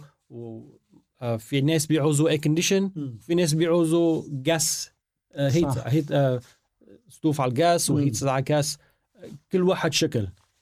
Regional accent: North Governorate, Lebanon; now in Sydney, Australia; من عشاش، من الشمال.

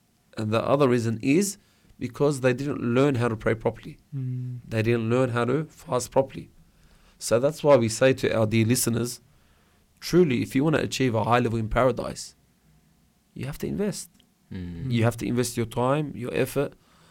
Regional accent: Lebanon; I'm outnumbered. The Lebanese is outnumbered.

